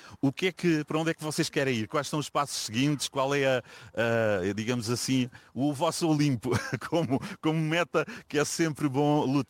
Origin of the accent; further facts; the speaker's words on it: Olhão, Algarve, Portugal; Nós aqui que somos aqui do Olhão